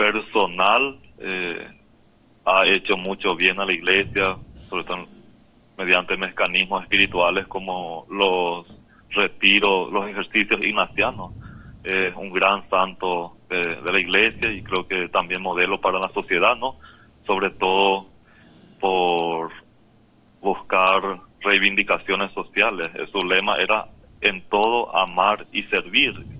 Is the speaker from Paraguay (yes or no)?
yes; Paraguay; now in Pedro Juan Caballero, Paraguay; yo soy oriundo de un pueblo pequeño en la ribera del río Paraná